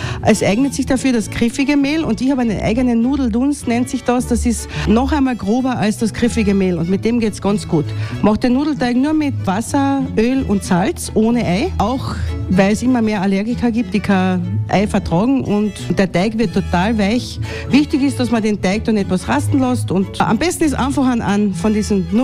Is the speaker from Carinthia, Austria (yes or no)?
yes; Carinthia, Austria; Und bei uns in Kärnten darf ein Mädchen erst dann heiraten, wenn sie krändeln kann.